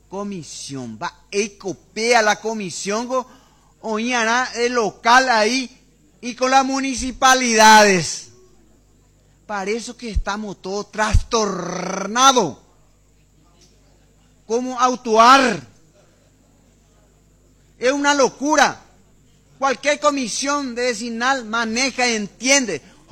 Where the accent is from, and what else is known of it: Paraguay